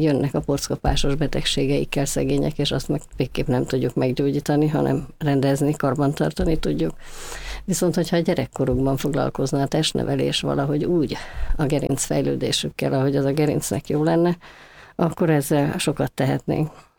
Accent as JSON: {"language": "Hungarian", "region": "Budapest", "country": "Hungary", "tie": "born or raised there", "said": "A Gellért-hegyen laktunk kiskoromban, úgyhogy ott kezdtem a Köbölk utcai általános iskolában. Aztán Pestre költöztünk"}